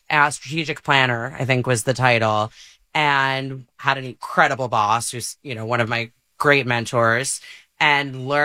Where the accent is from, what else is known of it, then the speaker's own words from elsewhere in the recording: New York, United States; I grew up in New York, right outside the city, largely went to high school in the city.